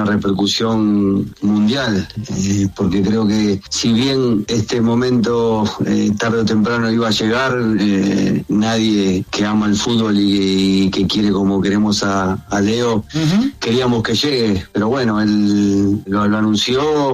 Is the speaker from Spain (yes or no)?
no; Argentina; para nosotros que somos argentinos